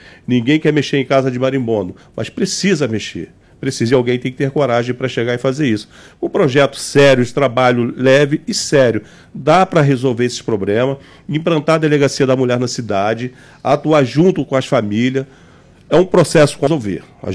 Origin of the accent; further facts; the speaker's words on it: Brazil; eu sou brasileiro